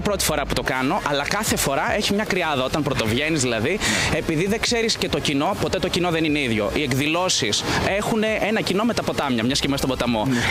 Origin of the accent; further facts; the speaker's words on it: Mandra, Eastern Macedonia and Thrace, Greece; Κατάγομαι από ένα χωριό της Ξάνθης στη Μάνδρα. Είναι ένα μικρό μικρασιατικό χωριό στον κάμπο κοντά στη θάλασσα. Θρακιώτης συνεχίζω να είμαι από επιλογή, φανατικά.